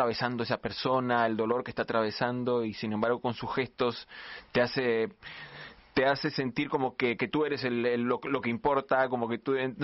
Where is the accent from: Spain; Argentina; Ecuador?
Argentina